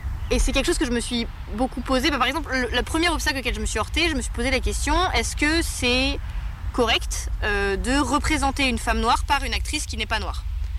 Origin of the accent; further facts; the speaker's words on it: France; c'est le rapport en tant que Française avec le pays que je représente dans le spectacle, qui est la Côte d'Ivoire.